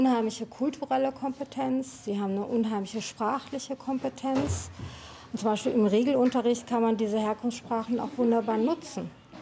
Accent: Germany; Ich war immer in Deutschland. Ich kann auch ganz wenig Sprachen

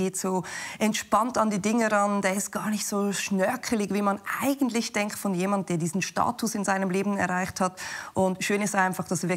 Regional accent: Switzerland; ich bin Schweizer.

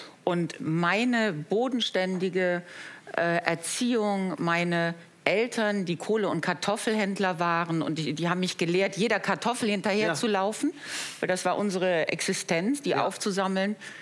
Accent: Solingen, North Rhine-Westphalia, Germany; aber ich komme halt aus Solingen und da weiß man schon, wie das Leben so ist, ne?

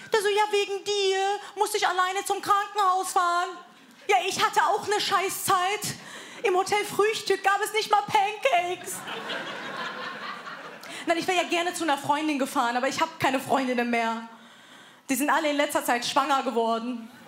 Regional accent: Wiesbaden, Hesse, Germany; Da, wo ich herkomme, wird es einfach zugetackert und gut ist. Und damit meine ich nicht Iran, sondern Wiesba

